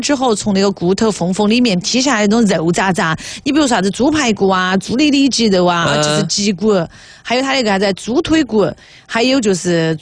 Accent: Sichuan, China; 我们四川人

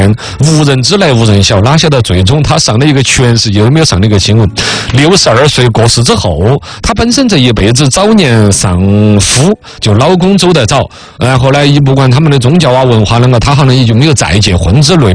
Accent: China

